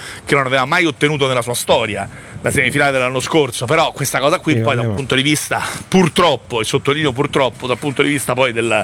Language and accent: Italian; Milan, Lombardy, Italy; accent: Milanese; il mio accento milanese